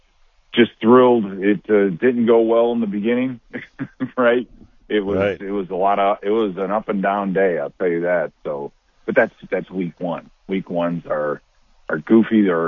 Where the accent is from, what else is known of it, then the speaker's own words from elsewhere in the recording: Chicago, Illinois, United States; moved away as an adult; It's growing up in Chicago and then getting drafted and moving up here.